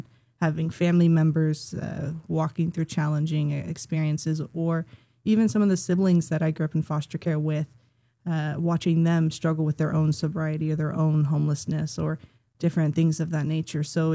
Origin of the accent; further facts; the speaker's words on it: Santa Rosa, California, United States; now in Sacramento, United States; Actually, I am born and raised from Sonoma County. I I grew up in Santa Rosa predominantly. And so coming out here to Sacramento